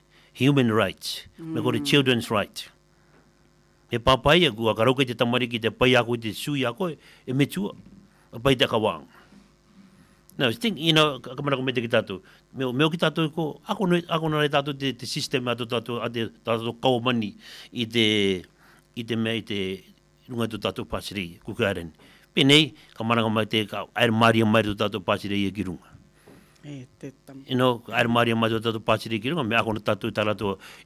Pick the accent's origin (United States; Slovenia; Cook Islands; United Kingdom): Cook Islands; born there; moved away; I'm a Australian citizen, I'm a New Zealand citizen. Place of birth, Cook Island.